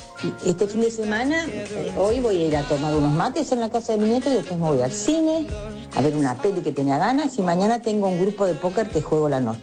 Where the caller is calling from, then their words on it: Buenos Aires, Argentina; de Colegiales